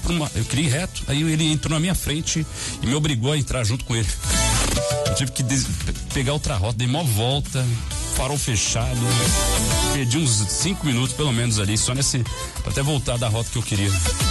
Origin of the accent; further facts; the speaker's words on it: São Bernardo do Campo, São Paulo, Brazil; A Antonilza, que tá em São Bernardo, minha terra, legal.